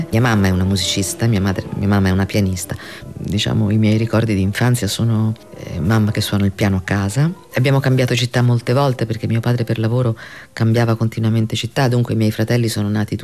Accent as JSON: {"language": "Italian", "country": "Spain", "said": "Beh, io comunque sono anche spagnola, però insomma per tanto tempo è stato il contrario."}